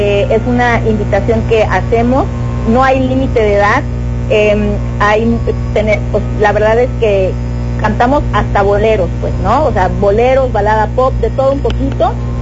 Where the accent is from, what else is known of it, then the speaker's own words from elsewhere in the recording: Tapachula, Chiapas, Mexico; Nosotros somos de aquí de Tapachula, que también es Chiapas, pero estamos muy cerquita de la frontera con Guatemala.